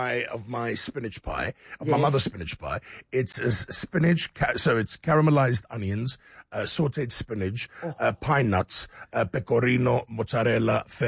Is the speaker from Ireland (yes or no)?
no; South Africa; You know, we come from South Africa. The rand doesn't stretch very far.